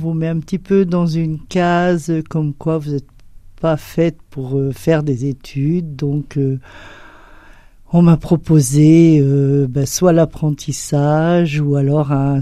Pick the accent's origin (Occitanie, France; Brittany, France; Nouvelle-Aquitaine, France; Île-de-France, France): Nouvelle-Aquitaine, France; Moussac; born there; now in Jouhet, France